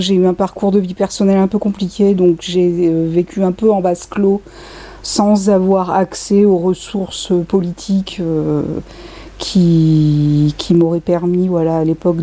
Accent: Clermont-Ferrand, Auvergne-Rhône-Alpes, France; born there; Je suis née à Clermont-Ferrand. J'ai quitté Clermont dès ma majorité, mais je suis revenue vivre à Clermont fin 2011.

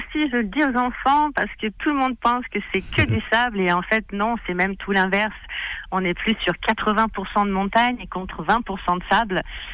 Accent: Saint-Maximin, Auvergne-Rhône-Alpes, France; moi je suis née à Saint-Maximin, donc j'ai le Fort Barreau juste en face de chez moi. Depuis que je suis petite

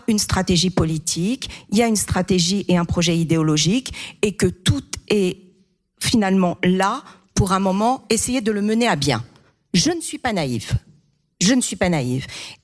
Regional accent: Brittany, France; Forcément, je suis bretonne.

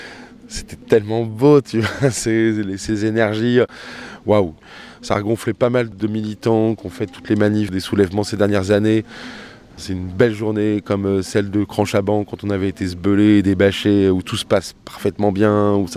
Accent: Beauvais, Hauts-de-France, France; born there; Je suis né à Beauvais, et c'est vrai que pour moi, c'était un des très beaux moments hier.

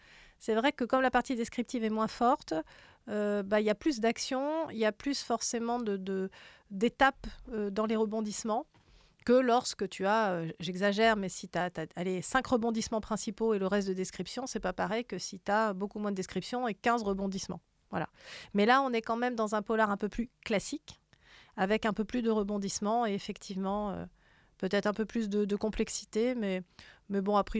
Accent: Langogne, Occitanie, France; moi j'ai grandi, tu sais, en Lozère, à Langogne, et à Langogne, on a tous vécu le barrage de Nossac

